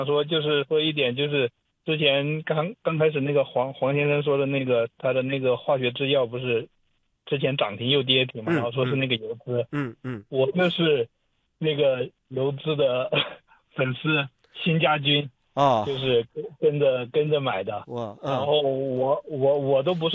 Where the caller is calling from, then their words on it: Dongguan, Guangdong, China; 我也是东莞的